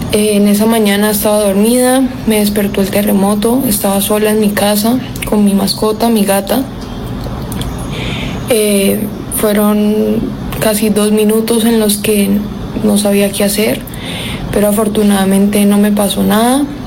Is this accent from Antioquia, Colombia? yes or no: no; Cali, Valle del Cauca, Colombia; tengo 21 años, soy colombiana, específicamente de Cali, soy caleña.